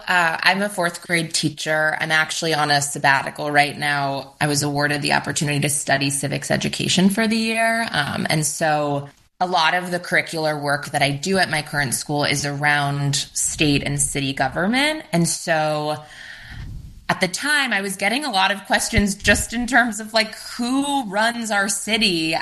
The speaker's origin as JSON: {"language": "English", "region": "New York", "country": "United States", "tie": "born or raised there", "said": "I grew up in New York"}